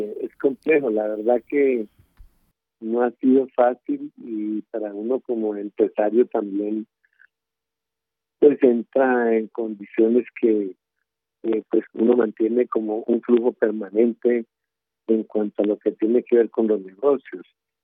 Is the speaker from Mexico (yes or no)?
no; Colombia; Nosotros somos colombianos